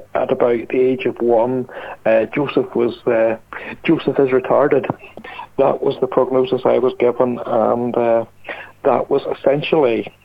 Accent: Ballymena, Northern Ireland, United Kingdom; campaigning for a special school for children with physical disabilities to be opened in my hometown of Ballymena.

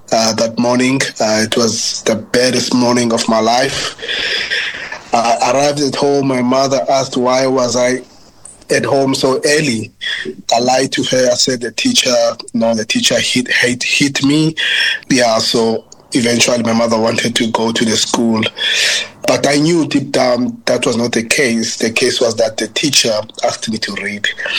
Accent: Ilitha Park, Eastern Cape, South Africa; I grew up in a township in South Africa, in a township called Ilita Park. That's where I grew up. I was raised by both my parents, my mother and father.

